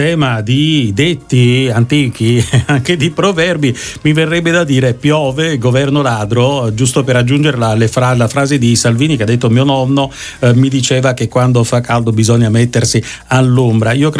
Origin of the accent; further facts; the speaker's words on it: Naples, Campania, Italy; io sono di Napoli, quindi conosco bene la realtà.